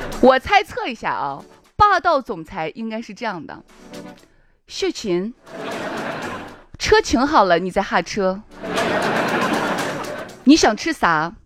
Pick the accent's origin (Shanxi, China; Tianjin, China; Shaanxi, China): Shaanxi, China; Chang'an County; 行不改名，坐不改姓的长安县人啊。